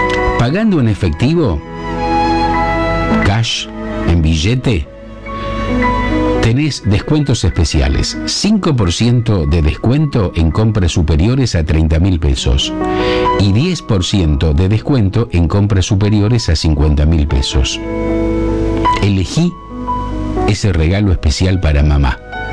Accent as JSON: {"language": "Spanish", "town": "Arequito", "region": "Santa Fe", "country": "Argentina", "tie": "born or raised there", "said": "mi pueblo, Arequito."}